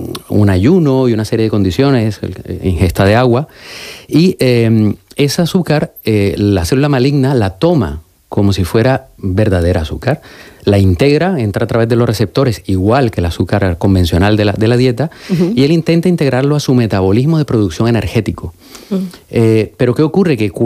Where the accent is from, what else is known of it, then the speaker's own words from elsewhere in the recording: Barranquilla, Atlántico, Colombia; born there; Yo nací en Barranquilla, Colombia.